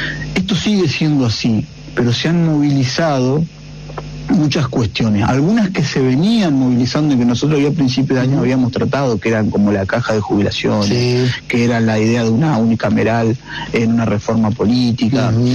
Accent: Argentina; si uno no ha vivido acá, si no lo ha percibido acá como un argentino

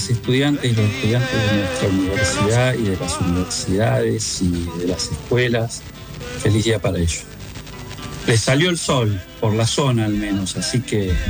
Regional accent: Viedma, Río Negro, Argentina; moved away; yo me crié en Viedma

